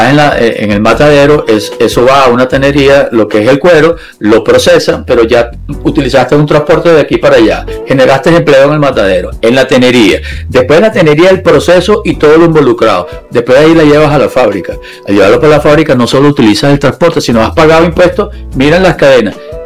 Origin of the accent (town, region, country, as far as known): Venezuela